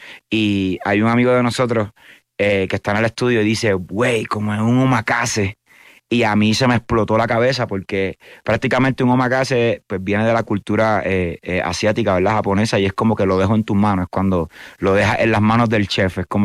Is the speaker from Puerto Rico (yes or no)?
yes; Puerto Rico; yo soy de Puerto Rico, bro.